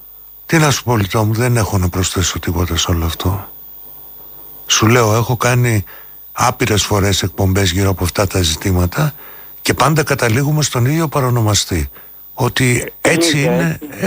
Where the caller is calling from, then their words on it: Crete, Greece; δεν είμαι από το Παρίσι, από την Κρήτη είμαι.